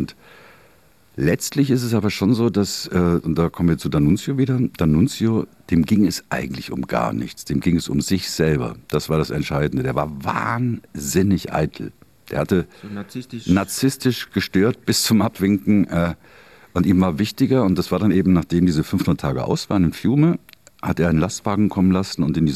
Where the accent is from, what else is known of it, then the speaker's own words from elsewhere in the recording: Germany; moved away; Und dann schaue ich mir meine alte Heimat Deutschland an und sehe dort Wahlen, wo Leute gewählt werden, wo Neonazis, deklarierte Neonazis in Regierungen kommen.